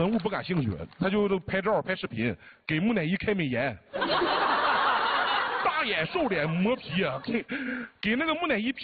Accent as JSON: {"language": "Chinese", "town": "Dalian", "region": "Liaoning", "country": "China", "moved": "yes", "lives_now": "Shanghai, China", "said": "我也是大连的，我在上海一年都碰不着几个大连的"}